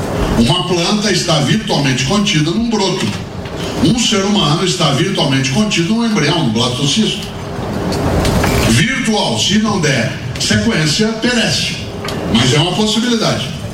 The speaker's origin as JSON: {"language": "Portuguese", "town": "Londrina", "region": "Paraná", "country": "Brazil", "tie": "born there", "moved": "yes", "lives_now": "São Paulo, Brazil", "said": "Eu nasci em Londrina, no Lago do Paraná, sou caipira, Pé Vermelho, que é o nome que nós daquela região nos damos. Me mudei com a família para São Paulo no final do ano de 1967. Esse ano, durante 50 anos que eu estou em São Paulo."}